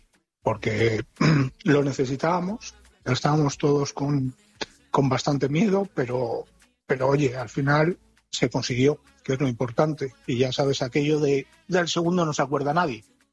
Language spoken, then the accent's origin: Spanish; Spain; Primero porque soy español